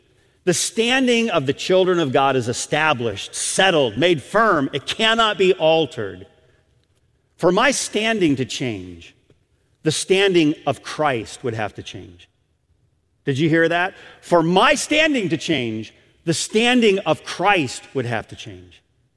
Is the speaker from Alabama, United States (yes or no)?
no; Michigan, United States; I'm a Michigander. I grew up in Michigan.